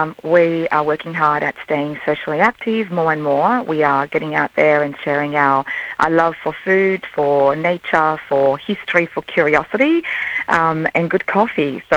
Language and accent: English; Melbourne, Victoria, Australia; moved away; So we're from Melbourne originally. We've been here for 3 years and we love pizza.